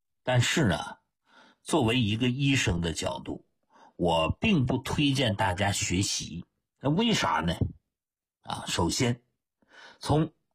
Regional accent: China; 我们中国人有一句话啊，人命关天呐。

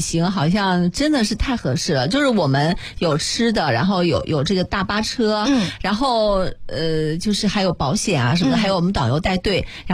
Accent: Xuzhou, Jiangsu, China; 我觉得我们徐州人啊，你说我们是南方人，北方人说我们徐州是南方啊。

